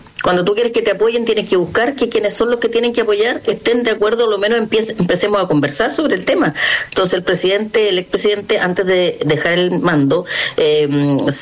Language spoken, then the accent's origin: Spanish; Chile; nos representara como chilenos